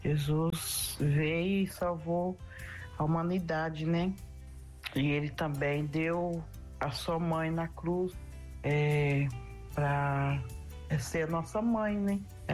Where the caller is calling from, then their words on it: Santa Bárbara d'Oeste, São Paulo, Brazil; sou de Santa Bárbara do Oeste, São Paulo.